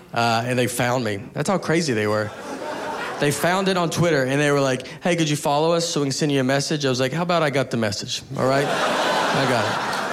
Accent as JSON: {"language": "English", "region": "the South", "country": "United States", "tie": "born or raised there", "said": "Growing up in the South, no one honks ever."}